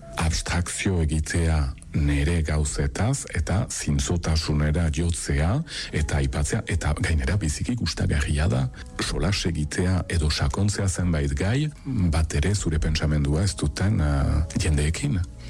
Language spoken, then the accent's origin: Basque; Saint-Pée-sur-Nivelle, Nouvelle-Aquitaine, France; Ni senpertara naiz, euskalduna naiz, eskuarabanakien kasi galdu nuen berreskuratu dut, fededuna naiz